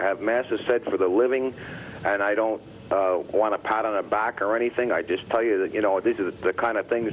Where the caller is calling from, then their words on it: Garwood, New Jersey, United States; I'm from Garwood, New Jersey.